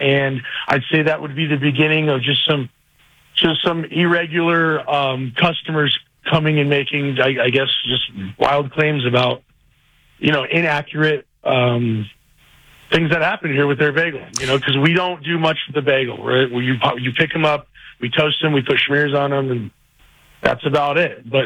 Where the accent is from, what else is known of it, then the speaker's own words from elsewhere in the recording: New York, United States; moved away; We're from New York